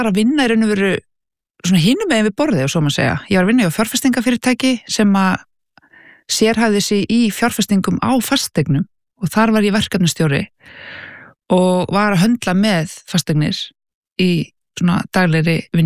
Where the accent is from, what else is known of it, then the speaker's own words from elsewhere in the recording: Reykjavík, Capital Region, Iceland; Ég er uppalinn í Bökkunum í Breiðholti, frábær staður.